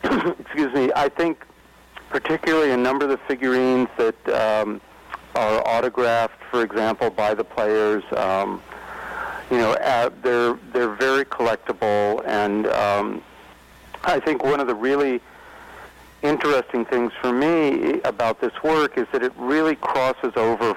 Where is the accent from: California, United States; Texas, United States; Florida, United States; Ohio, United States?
California, United States; Even though I grew up in the Bay Area, my father was from Brooklyn